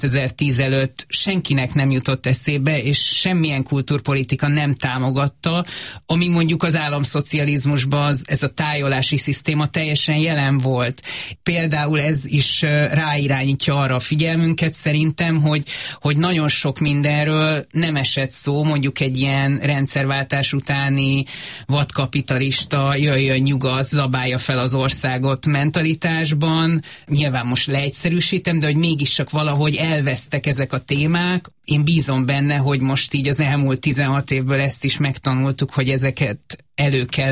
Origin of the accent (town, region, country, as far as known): Pécs, Baranya, Hungary; born or raised there